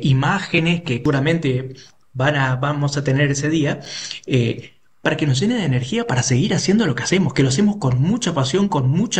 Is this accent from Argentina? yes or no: yes; Barranqueras, Chaco, Argentina; moved away; yo soy de Barranqueras, Chaco, y mi parroquia, que es la Inmaculada, la parroquia de mi barrio es de Don Orione.